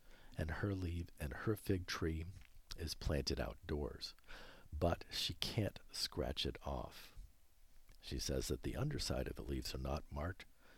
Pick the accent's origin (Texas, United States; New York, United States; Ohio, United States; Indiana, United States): Texas, United States; Houston; moved away; I grew up in Houston.